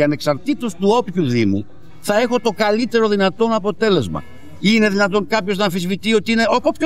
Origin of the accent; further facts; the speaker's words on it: Patras, Western Greece, Greece; δεν είναι εκείνο που αξίζει στην πόλη μου.